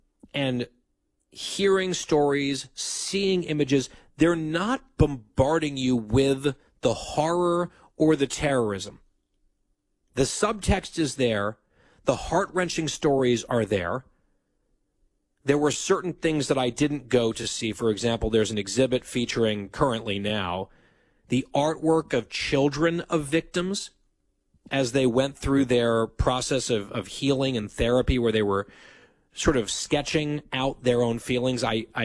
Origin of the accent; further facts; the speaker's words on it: Ridgewood, New Jersey, United States; I did search my hometown, Ridgewood, New Jersey. Ridgewood lost 11 people on 9/11.